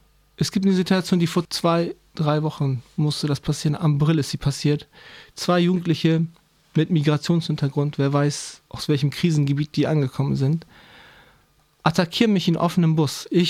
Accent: Bremen, Germany; born there; Ich komme aus Walle und Bremen und bin hier geboren und bin Deutsch-Türke.

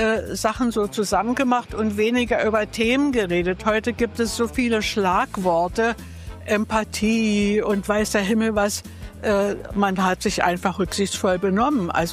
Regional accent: Schleswig, Schleswig-Holstein, Germany; Ich bin aus Schleswig, fahre mit dem Fahrrad in die Stadt, stell mein Fahrrad an die Wand und gehe.

